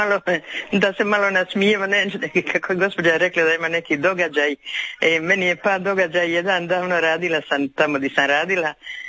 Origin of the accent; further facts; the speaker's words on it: Zadar, Zadar County, Croatia; Ali dobro, ja sam prava Zadranka i ja sve muzeje znam i išla sam u sve muzeje